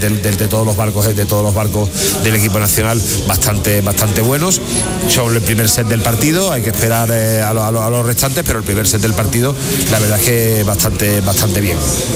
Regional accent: Seville, Andalusia, Spain; sevillano, y ver mi ciudad, ver que el epicentro del remo internacional está en mi ciudad, en la ciudad donde yo nací y donde vivo, pues la verdad es que es un orgullo tremendo.

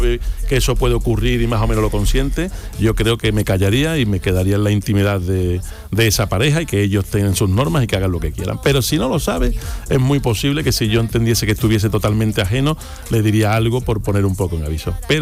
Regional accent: Utrera, Andalusia, Spain; Yo soy de Utrera, la gente de Utrera no tengo barco.

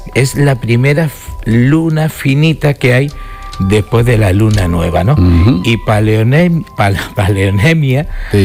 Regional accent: Melilla, Spain; No, que vengo de Melilla, que soy melillense.

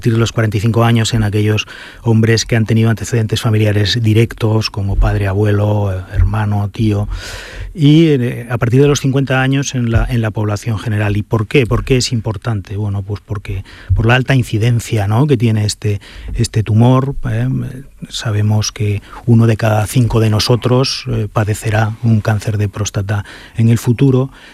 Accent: Zaragoza, Aragon, Spain; born there; now in Málaga, Spain; Sí, yo nací

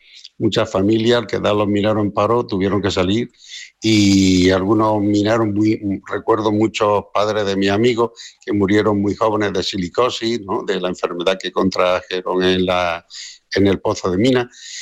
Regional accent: Andalusia, Spain; Bueno, en el caso de mi pueblo, la inmigración siguió, incluso sigue aún. Bueno, hoy no es que siga, hoy que como no se invirtió en la zona de los Pedroches, en otra comarca andaluza

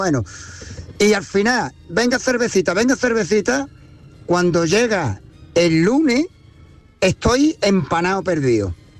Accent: Málaga, Andalusia, Spain; Vamos a ver … de Málaga.

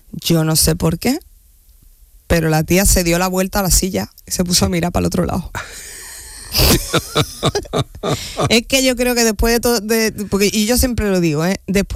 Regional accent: Andalusia, Spain; yo soy andaluza, soy mujer, soy cómica

